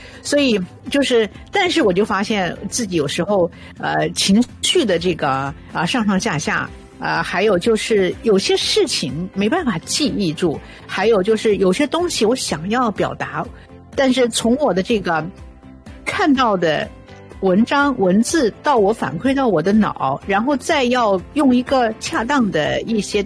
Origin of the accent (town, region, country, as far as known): Canada